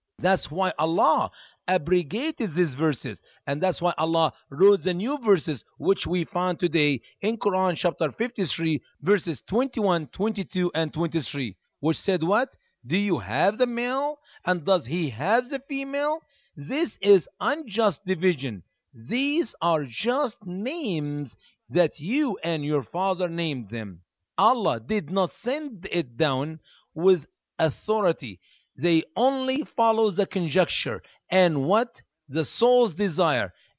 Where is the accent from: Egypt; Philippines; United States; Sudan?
Egypt; moved away; Egypt, my home country